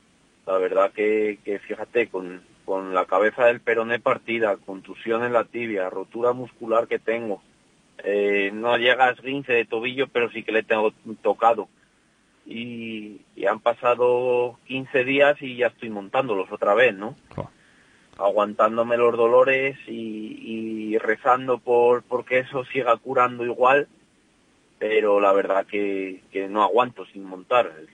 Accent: Peñaranda de Bracamonte, Castile and León, Spain; Peñaranda pues es mi tierra, ¿no? Es donde yo vivo todos los días, donde convivo con la gente, donde todo, como dices tú, mi cuartel general, ¿no?

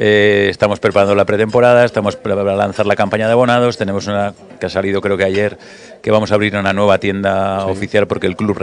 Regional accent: Valladolid, Castile and León, Spain; yo soy vallisoletano

